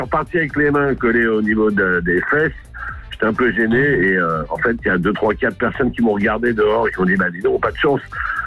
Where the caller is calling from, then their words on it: Nouvelle-Aquitaine, France; j'habite en Dordogne.